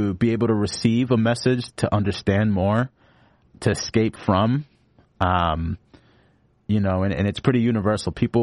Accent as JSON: {"language": "English", "town": "Lynn", "region": "Massachusetts", "country": "United States", "tie": "born or raised there", "said": "And so I'm from Lynn, which is not too far from East Boston. Very similar backgrounds, demographics in the community."}